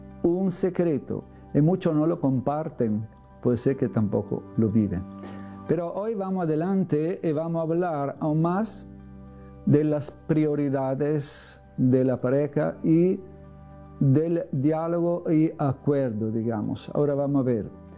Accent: New York, United States; Yo vengo, soy de New York, mejor vengo de Visitation, Richard Street 98, Brooklyn.

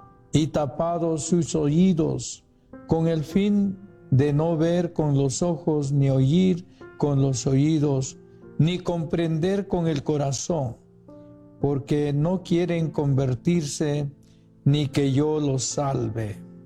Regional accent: Peru; now in Los Angeles, United States; aquí de Los Ángeles, incardinado ya hace más de 10 años. Pues soy originario de origen peruano.

